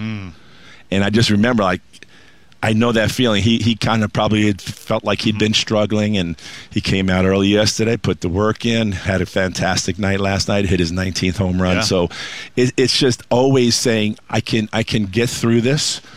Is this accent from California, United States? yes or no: no; Queens, New York, United States; You know, for me growing up, I grew up in Queens.